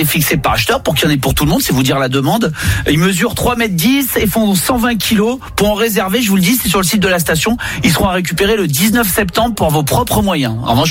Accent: Southern France, France; tu sais que je suis supporter de l'OM parce que je suis du Sud

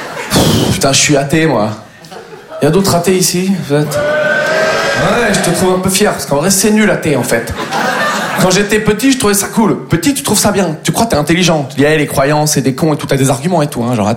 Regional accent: Nouvelle-Aquitaine, France; Moi, je viens du Poitou-Charente. Tout le monde s'en bat les couilles de nous, quoi.

